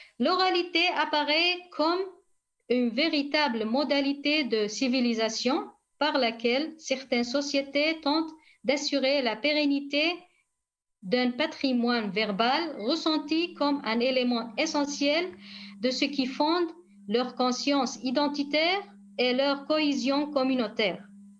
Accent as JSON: {"language": "French", "region": "Rojava", "country": "Syria", "said": "Ici, chez nous, au Rojava, il y a une personnalité très connue qu'on peut montrer, Saleh Haidou."}